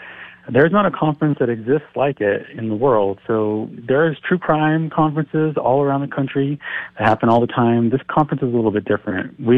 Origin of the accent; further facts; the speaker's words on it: New Mexico, United States; We're from New Mexico. I've lived here my entire life.